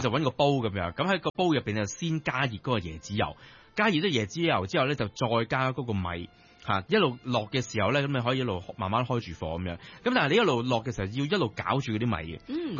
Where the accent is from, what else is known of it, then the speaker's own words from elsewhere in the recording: Hong Kong; 我哋香港人口味